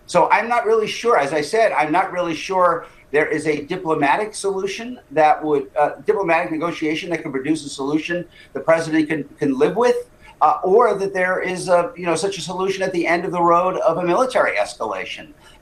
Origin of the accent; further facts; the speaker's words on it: New York City, New York, United States; I'm from Queens.